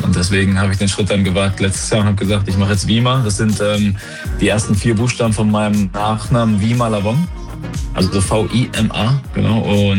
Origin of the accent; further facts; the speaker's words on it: Kühlstedt, Thuringia, Germany; Ich bin aufgewachsen in Kühlstedt, das ist so ein kleines Dorf im Eichsfeld.